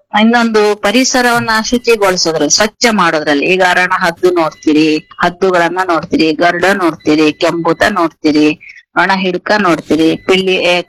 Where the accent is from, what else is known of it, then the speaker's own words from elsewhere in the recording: Kolar, Karnataka, India; ನಮ್ಮ ಕೋಲಾರದಲ್ಲಿ